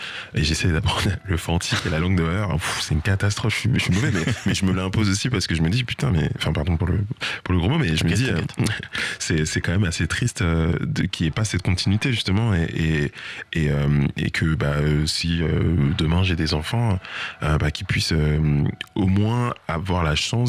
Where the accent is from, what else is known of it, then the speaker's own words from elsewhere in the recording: France; être encore mieux en tant que Français